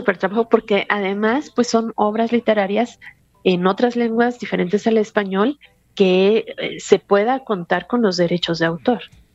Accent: Mexico; como mexicana tengo que apoyar a México

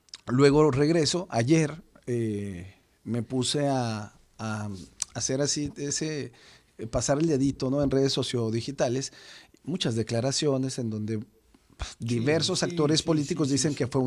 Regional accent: Ciudad Juárez, Chihuahua, Mexico; me dice, ¿de dónde eres? De Ciudad Juárez.

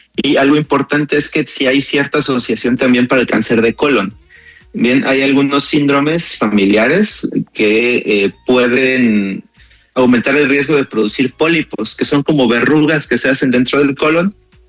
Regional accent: San Cristóbal de las Casas, Chiapas, Mexico; now in Colima, Mexico; yo estoy ahorita radicando en Colima, soy de San Cristóbal de las Casas, pero mi consultorio está acá en Colima.

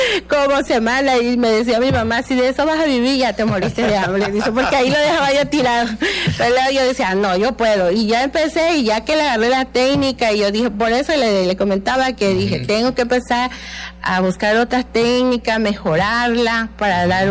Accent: Tabasco, Mexico; como las blusas tabasqueñas, de donde yo soy

